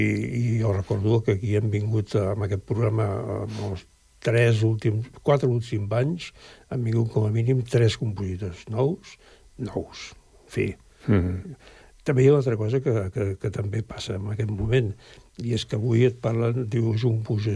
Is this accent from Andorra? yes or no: yes; Andorra; born there; Clar, bueno, som nascuts a Andorra, per les circumstàncies també especials.